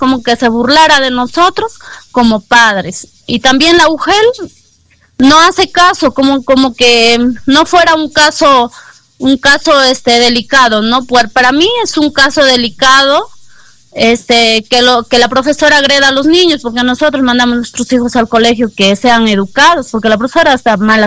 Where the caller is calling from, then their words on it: La Libertad, Peru; yo estoy llamando de acá del caserío de Chubizongo.